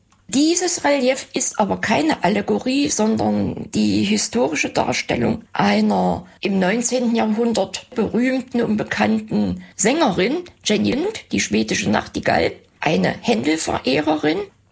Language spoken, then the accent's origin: German; Saxony-Anhalt, Germany; also born or lived in Halle; Ich bin zwar in Halle geboren, aber im Umland aufgewachsen